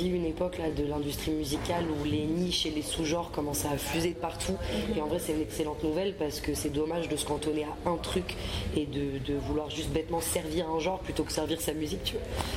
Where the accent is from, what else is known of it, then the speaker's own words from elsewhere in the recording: France; je suis un projet francophone, je suis française.